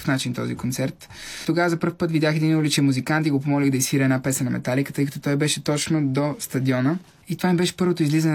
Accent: Pleven, Pleven Province, Bulgaria; Да, аз съм от Плевен

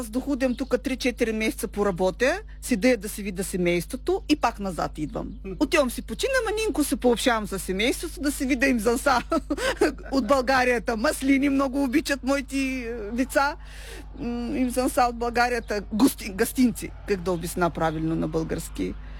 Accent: Odesa Oblast, Ukraine; moved away as an adult; now in Chernichevo, Bulgaria; Аз съм от Украина, бисарабска българка и много ми хареса тук в България. Работя тук уже една година

